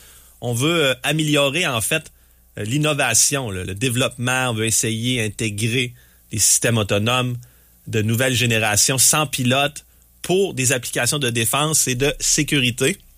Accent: Saint-Joseph-de-Coleraine, Quebec, Canada; je suis un gars d'ici, là. Je suis né dans les années 80, dans le temps où on appelait ça Coleraine, tout simplement.

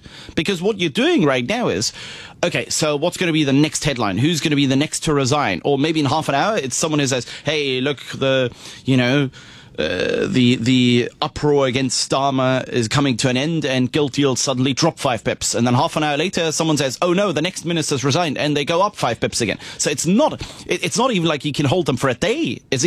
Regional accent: Germany; English is a second language; moved away as an adult; now in United Kingdom; I come from Germany. The German let's say, well, when these sorts of things happen in Germany, they happen behind closed doors. I remember when I came to the UK first 13 years ago

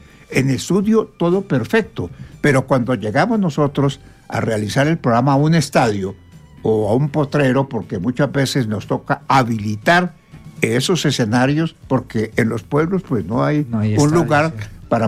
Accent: Ibagué, Tolima, Colombia; Hombre, el Show de las Estrellas nace en Ibagué, mi tierra natal.

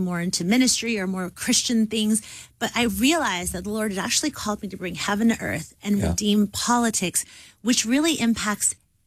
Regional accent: United States

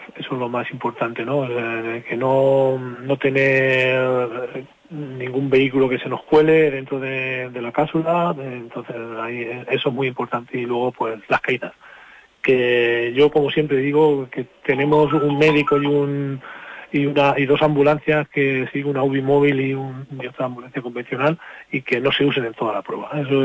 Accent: Tomelloso, Castilla-La Mancha, Spain; hablar de mi pueblo, Tomelloso

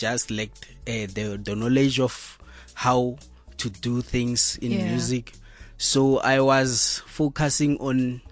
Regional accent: Pretoria, Gauteng, South Africa; also born or lived in Mpumalanga; So yeah, I grew up in Pretoria, 012 Kopitori.

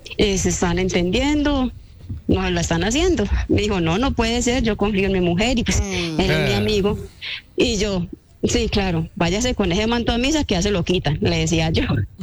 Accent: Medellín, Antioquia, Colombia; Yo soy de Medellín.

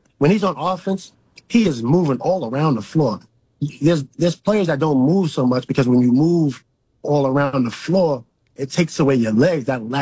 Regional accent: New York, United States; Look at these New Yorkers. I'm from New York. What do you expect? I'm the most New York.

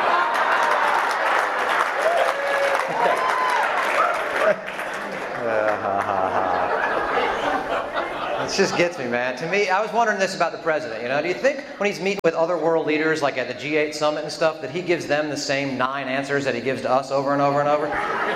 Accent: Georgia, United States

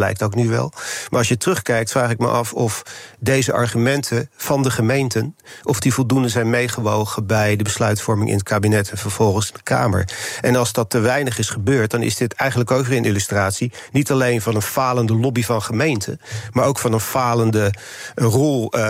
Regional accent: Delft, South Holland, Netherlands; born there; ik ben trouwens geboren in Delft.

